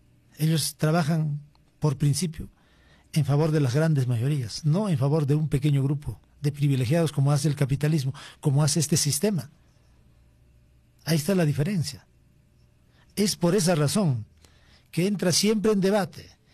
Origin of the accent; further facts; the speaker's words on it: Peru; ¿De qué somos los peruanos dueños?